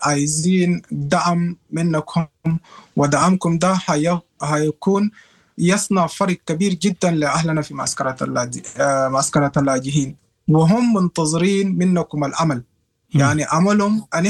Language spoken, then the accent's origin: Arabic; Sudan; now in Germany; وأنا سوداني يعني أعرف لغتهم تماما